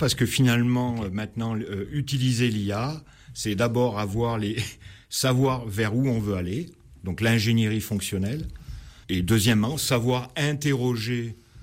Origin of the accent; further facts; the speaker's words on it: Valence, Auvergne-Rhône-Alpes, France; born there; Mais bon, les hasards de la vie ont fait que je suis revenu dans ma ville natale et à partir du moment où j'ai créé mon entreprise, j'étais un petit peu sédentarisé, on va dire.